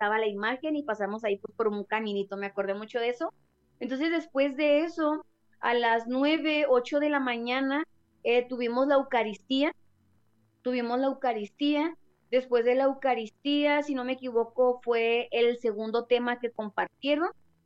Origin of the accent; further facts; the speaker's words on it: Mexico; creo que todos los que venimos de México es nuestra primera conferencia.